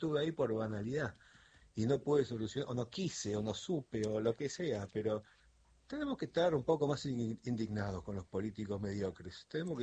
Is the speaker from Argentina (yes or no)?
yes; Argentina; Somos todos el mismo equipo, somos todos argentinos.